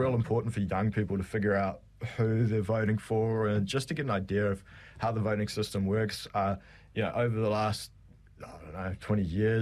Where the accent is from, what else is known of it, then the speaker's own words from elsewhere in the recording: Hamilton, Waikato, New Zealand; I'm from Hamilton originally. I'm still in Hamilton. I thought about moving for uni when I was younger, but I ended up deciding against it.